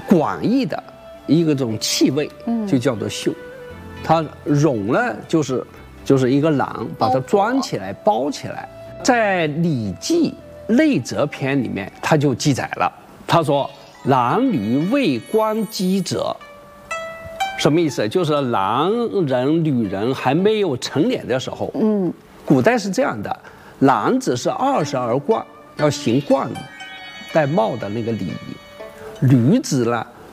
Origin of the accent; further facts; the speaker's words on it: China; 我们中国人